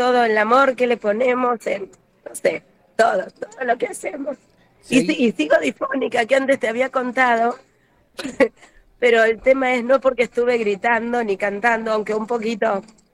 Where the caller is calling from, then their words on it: Argentina; Pero no hay como Argentina, yo los extraño.